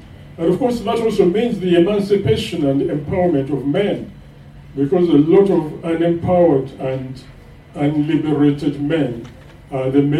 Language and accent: English; Uganda; moved away; also born or lived in Nairobi, Kenya; when I eventually left Nairobi and got back to my home country, Uganda